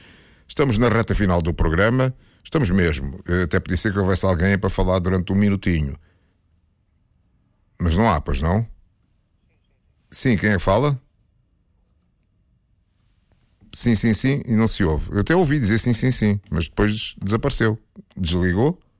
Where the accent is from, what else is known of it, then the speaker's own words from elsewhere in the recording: Luanda, Angola; Eu sou de Luanda, sou de Luanda